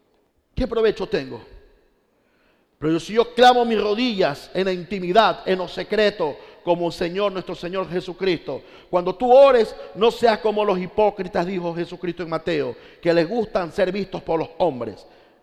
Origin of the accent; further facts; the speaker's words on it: Ecuador; Bendice al Ecuador. Esta es una nación de paz. Esta es una nación tan buena que recibe al extranjero. Y aunque el extranjero a veces viene a hacer cosas malas, aún así abrimos nuestros brazos.